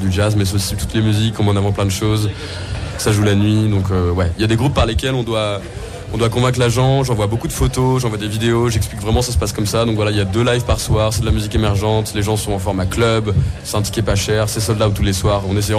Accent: Nancy, Grand Est, France; now in Brussels, Belgium; chez nous à Nancy

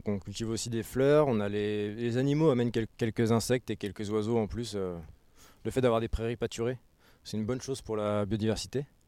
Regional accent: France; moved away as an adult; now in Saint-Sornin-la-Marche, France; je suis originaire d'une petite ville entre Nantes et Rennes.

